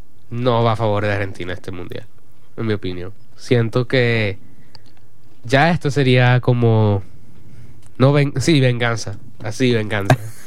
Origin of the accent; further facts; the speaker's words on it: Venezuela; Yo como venezolano